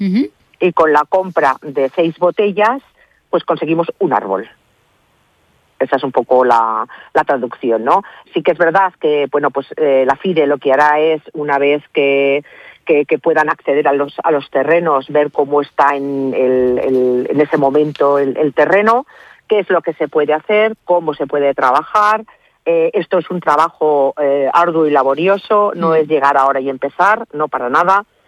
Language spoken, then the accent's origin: Spanish; Spain; ese impulso que tenemos como sociedad española